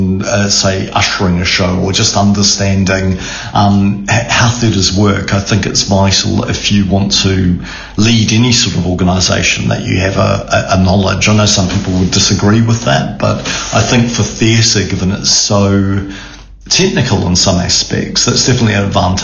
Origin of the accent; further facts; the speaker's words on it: New Zealand; moved away as an adult; also born or lived in Scotland; now in Liverpool, United Kingdom; I'm not a Scouser born and bred. I'm originally from New Zealand.